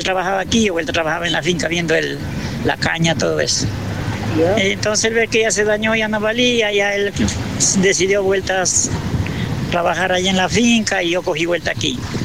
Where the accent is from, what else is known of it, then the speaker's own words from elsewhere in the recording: Montalvo, Los Ríos, Ecuador; also born or lived in Dureno, Sucumbíos; now in Lago Agrio area, Ecuador; Yo vengo de la provincia de Los Ríos, de Playas de Montalvo. Llegamos aquí en 1979, 6 de diciembre de 1979 llegamos acá al oriente, donde había apenas tres casas